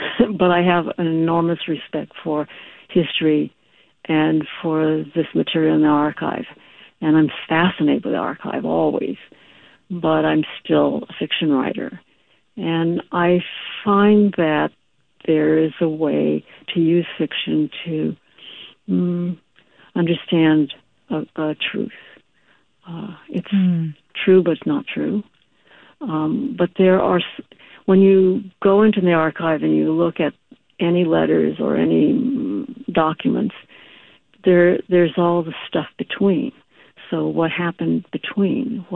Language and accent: English; Los Angeles, California, United States; his work and his presence was always a part of my family life as I grew up in Los Angeles.